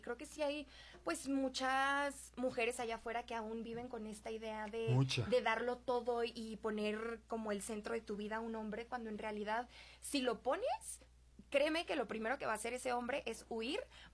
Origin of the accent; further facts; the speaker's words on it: Jalisco, Mexico; now in Mexico City, Mexico; Yo soy de Jalisco, de hecho les traje un dulcecito jalisciense porque voy llegando de mi ciudad